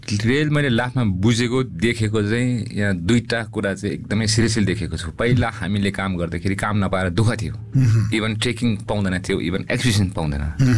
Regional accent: Dolakha district, Bagmati, Nepal; तर 2006 भन्दा अगाडि म गाउँमा रलबालिङ गाउँमै बसेँ. मेरो गाउँ चाहिँ रलबालिङ गाउँ, 4200 पर्छ एल्टिट्युडमा, दोलखा जिल्लामा पर्छ, दोलखा जिल्लामा पर्छ.

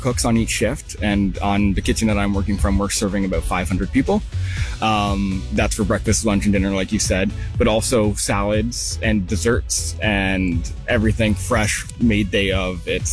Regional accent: Trenton, Ontario, Canada; And then I grew up in Trenton. I got to go right back to my hometown and start cooking there.

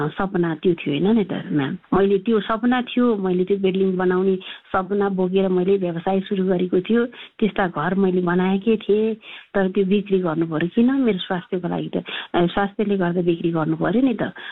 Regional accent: Gundu, Bhaktapur, Bagmati, Nepal; म जन्मेको थिएँ भक्तपुरको गुन्डु अहिले जहाँ फेमस नै छ गुन्डु भन्ने ठाउँ

